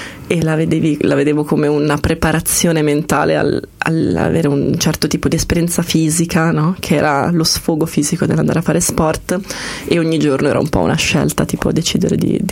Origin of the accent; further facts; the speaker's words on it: Lugano, Ticino, Switzerland; io sono cresciuta a Lugano